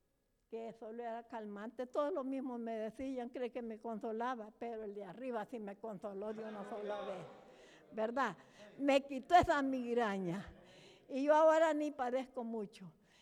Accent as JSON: {"language": "Spanish", "town": "Jiquilisco", "region": "Usulután", "country": "El Salvador", "moved": "yes", "said": "Allá donde yo pasaba consulta en Jiquilisco, porque yo vengo de Jiquilisco, Usulután"}